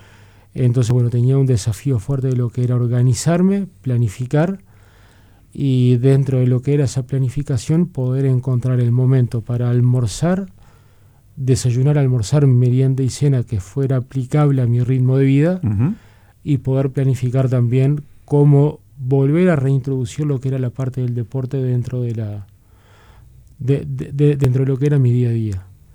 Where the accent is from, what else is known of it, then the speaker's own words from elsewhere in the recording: Minas, Lavalleja, Uruguay; Yo vengo del interior, yo soy de Minas, me vine a hacer facultad a Montevideo.